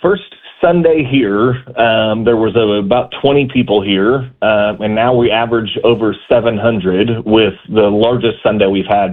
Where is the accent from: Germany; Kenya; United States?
United States; Sullivan, Indiana; I am from Sullivan, Indiana. I'm the pastor of Westside Church here in Sullivan.